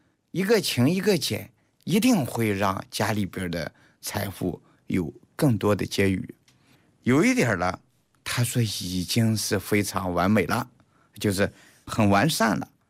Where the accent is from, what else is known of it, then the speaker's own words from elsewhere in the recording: China; 就是我们中国人发现一个现象